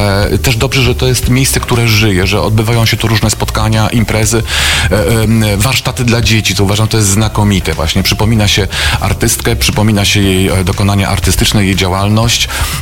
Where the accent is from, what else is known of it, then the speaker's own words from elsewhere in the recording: Lipno, Kuyavian-Pomeranian Voivodeship, Poland; ja też jestem z Lipna